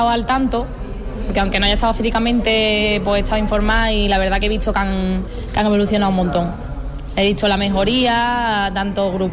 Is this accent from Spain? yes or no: yes; Espera, Andalusia, Spain; Soy de Espera.